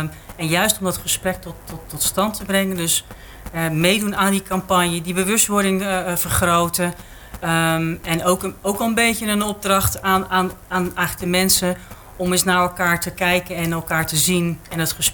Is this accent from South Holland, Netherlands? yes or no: yes; Gouda, South Holland, Netherlands; Ik ben geboren en getogen Gouwenaar.